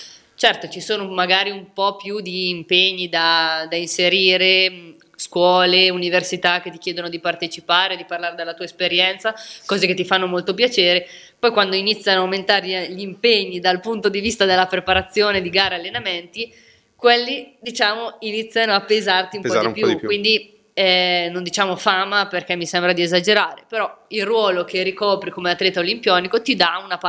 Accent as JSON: {"language": "Italian", "town": "Cremona", "region": "Lombardy", "country": "Italy", "said": "siamo una città piccola. Io dico sempre che Cremona è un grandissimo paese, sembra di essere in paese, ci si conosce tutti"}